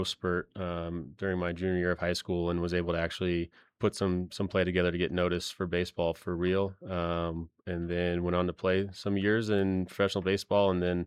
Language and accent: English; Las Vegas, Nevada, United States; I grew up in Las Vegas. I was the youngest of three siblings